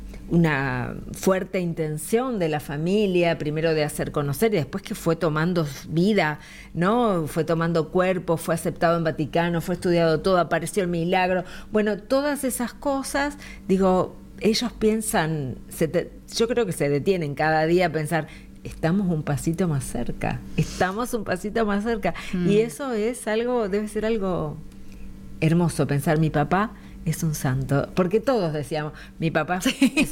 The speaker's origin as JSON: {"language": "Spanish", "region": "Buenos Aires", "country": "Argentina", "said": "Yo soy porteña, la verdad, y me enorgullezco de serlo."}